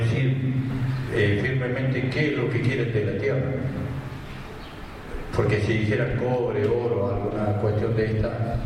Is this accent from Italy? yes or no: no; Neuquén, Argentina; Mi lugar es Paso Coihue.